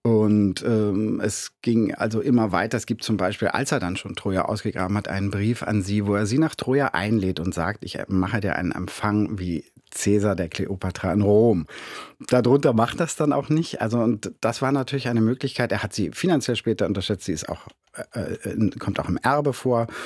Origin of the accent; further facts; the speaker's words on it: Schwerin, Mecklenburg-Vorpommern, Germany; Also in meiner Heimatstadt Schwerin gibt es die Schliemann-Terrassen und eine Schliemann-Büste vor einer Schule, die früher quasi das Gymnasium war.